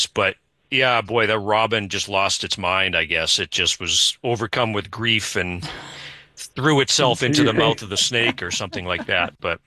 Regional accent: Brockton, Massachusetts, United States; I know Easton. I'm from Brockton.

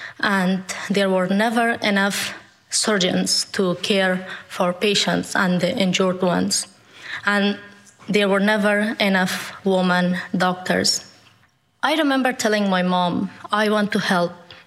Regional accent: Afghanistan; I am from Afghanistan.

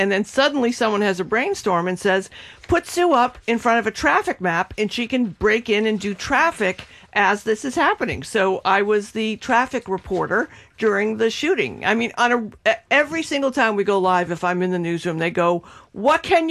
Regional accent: Revere, Massachusetts, United States; accent: Revere; I spent all this money at Emerson to get rid of my Revere accent.

